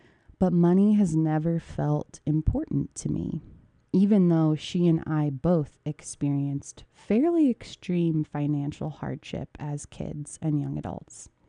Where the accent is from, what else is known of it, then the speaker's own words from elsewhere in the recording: Flint, Michigan, United States; now in Moab, United States; I grew up in Flint, Michigan, listening to a lot of rap and hip hop.